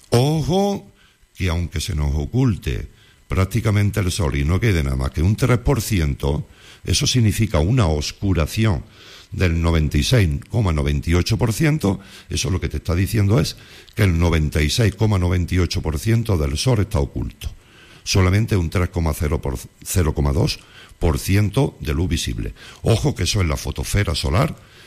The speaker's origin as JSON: {"language": "Spanish", "town": "Villanueva de Córdoba", "region": "Andalusia", "country": "Spain"}